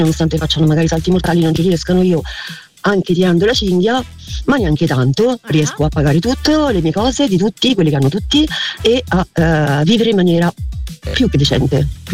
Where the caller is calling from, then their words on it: Rome, Lazio, Italy